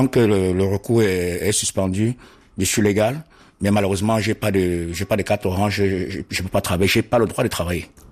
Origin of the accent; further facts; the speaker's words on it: Cameroon; moved away as an adult; now in Belgium; J'ai quitté le Cameroun déjà parce que j'ai été persécuté au Cameroun. Et j'ai fait la prison en 2013.